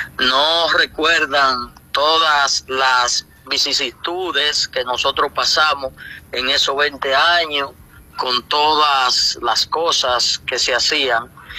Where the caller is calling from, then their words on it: Dominican Republic